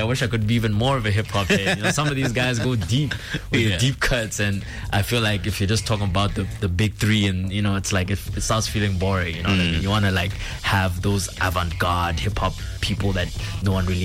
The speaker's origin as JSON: {"language": "English", "town": "Gaborone", "region": "South-East District", "country": "Botswana", "tie": "born or raised there", "said": "Okay, I grew up in Bots. I grew up in Gabs. I was born in, you know, private hospital. And I went to Thornhill Primary School."}